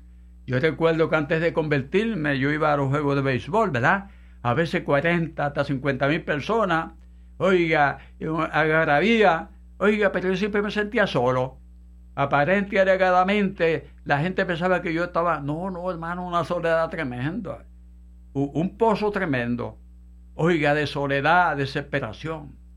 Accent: San Benito, Texas, United States; Mi esposa y yo, ¿verdad?, somos de aquí de San Benito

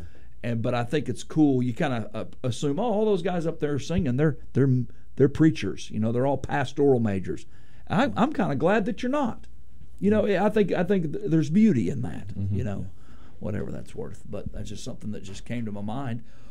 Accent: Arkansas, United States; moved away; So if I go back home to Arkansas, where I'm from

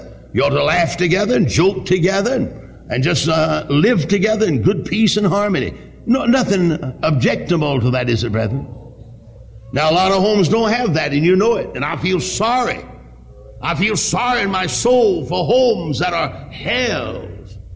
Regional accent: South Carolina, United States; born there; accent: Southern; I was born in South Carolina. My speech betrays me.

